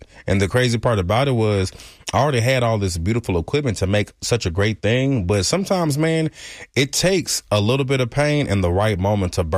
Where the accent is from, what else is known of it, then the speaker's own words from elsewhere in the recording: Dallas, Texas, United States; I am from Dallas, Texas. I'm from Oak Cliff.